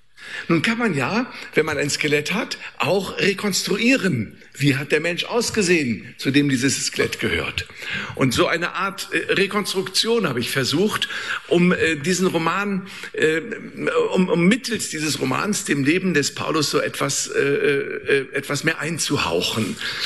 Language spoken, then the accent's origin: German; Bremen, Germany; moved away as an adult; also born or lived in Frankfurt / Freiburg; Ich stamme aus Bremen, bin durchs Studium in den Süden Deutschlands gekommen. Ich habe zunächst bei den Jesuiten studiert, weil ich Jesuitenschüler bin aus Bremen.